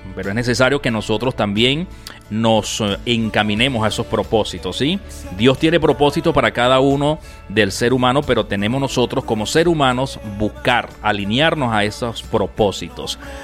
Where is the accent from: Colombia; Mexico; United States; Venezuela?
Venezuela; moved away; como decimos allá en Venezuela